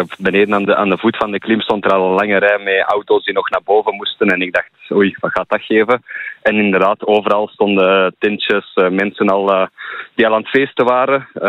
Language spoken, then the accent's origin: Dutch; Herenthout, Flanders, Belgium; Ik kom zelf van Herentouw, dus niet ver van Herentals.